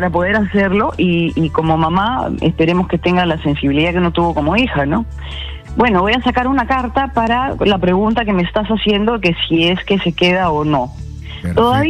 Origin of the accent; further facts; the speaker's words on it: Peru; yo como peruana sí. Voy a caminar erguida, orgullosa de ser peruana